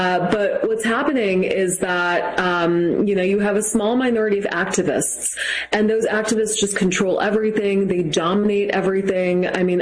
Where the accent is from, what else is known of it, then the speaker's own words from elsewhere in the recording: Massachusetts, United States; I mean, I'm from Massachusetts, which actually does have very good schools